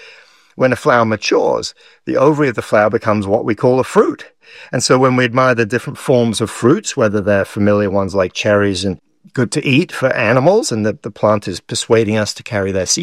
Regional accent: Paris, Île-de-France, France; I grew up in Paris and near Paris, where stepping on a lawn would get you in trouble, right?

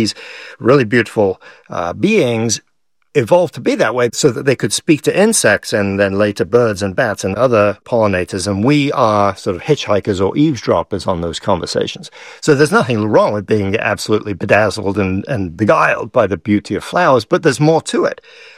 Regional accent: Paris, Île-de-France, France; born or raised there

